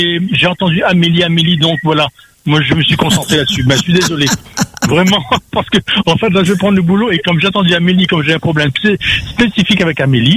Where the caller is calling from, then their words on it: Saint-Joseph, Réunion; Oui, alors je vous téléphone de Saint-Joseph.